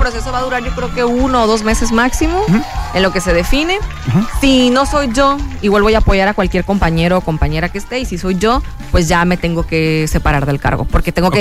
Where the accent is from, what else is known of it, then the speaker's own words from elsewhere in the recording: Mexicali, Baja California, Mexico; amar a la ciudad, amar donde vives, donde naciste, donde creciste, donde me formé políticamente. Yo soy hija de familia migrante, mi papá de Sinaloa, mi madre de Oaxaca, y soy la primera generación de cachanillas